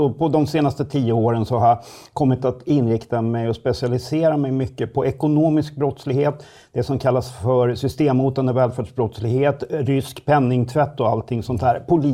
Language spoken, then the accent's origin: Swedish; Södertälje, Stockholm County, Sweden; jag bor själv, jag kommer från Södertälje och bor där återigen. Och det är en kommun som har varit uppmärksammad för politisk infiltration i stadshuset